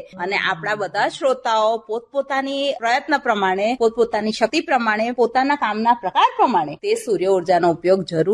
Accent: Gujarat, India; એક ગુજરાતી તરીકે આપણને આ વાતનો ગર્વ હોવો જોઈએ

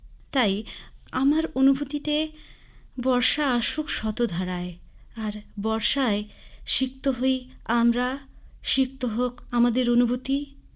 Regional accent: Jalpaiguri, West Bengal, India; আমার জন্ম কর্ম সব কিছুই, সব সূত্রেই আমি জলপাইগুড়ি। আমি জলপাইগুড়ি শহরে ছোট থেকেই বড় হয়েছি, আর উত্তরবঙ্গের এই ভূপ্রকৃতিতে আমি একেবারেই নিজেকে মানিয়ে নিয়েছি। আর পড়াশুনো থেকে শুরু করে আমার চাকরি জীবন গোটাটাই অঞ্চলভিত্তিক।

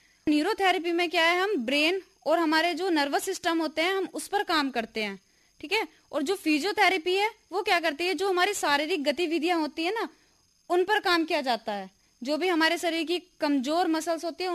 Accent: Uttar Pradesh, India; नजीबाबाद के पास एक गाँव पड़ता है इससेपुर, वहाँ की मैं रहने वाली हूँ

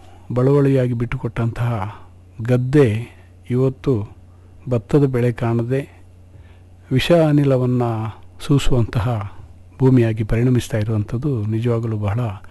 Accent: Kodagu, Karnataka, India; ನಮ್ಮ ಕೊಡಗು ಜಿಲ್ಲೆಯಲ್ಲಿ ಏಕಕೃಷಿಯನ್ನು ಮಾತ್ರ ಮಾಡುವಂಥ ಪದ್ಧತಿ ಇದೆ.

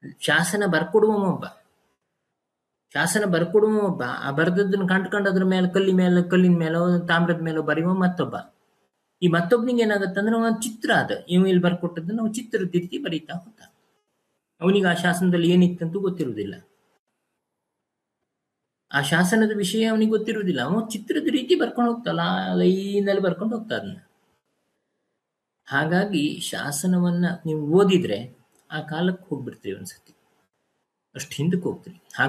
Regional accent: Kundapura, Karnataka, India; accent: Kundapura Kannada; first language Kundapura Kannada; ನಮ್ಮ ಊರಿಂದು ನನ್ನ ಭಾಷೆ ಕುಂದಾಪುರ ಭಾಷೆ ಮಾತಾಡೋಕೊಂದು ಅವಕಾಶ ಕೊಟ್ರಿ ನೀವು

